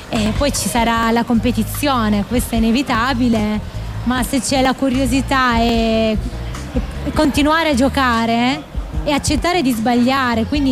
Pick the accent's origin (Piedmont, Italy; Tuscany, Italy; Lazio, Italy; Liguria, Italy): Piedmont, Italy; Turin; moved away as an adult; also born or lived in London; now in Perugia, Italy; in realtà sono di Torino, però adesso è un anno che sono qui in Umbria.